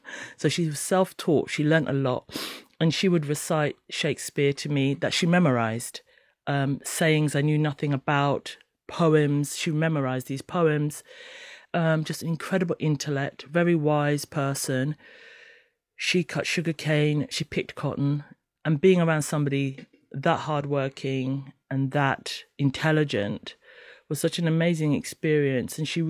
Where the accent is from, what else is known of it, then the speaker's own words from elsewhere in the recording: Kenya; born there; also born or lived in St. Kitts; So my mum was from St. Kitts, which is why I ended up in St. Kitts. My dad's Kenyan. I was born in Kenya.